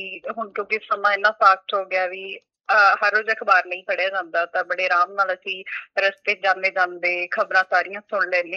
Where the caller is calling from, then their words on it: Bathinda, Punjab, India; ਬਠਿੰਡਾ ਤੋਂ ਗੱਲ ਕਰ ਰਹੀ ਹਾਂ।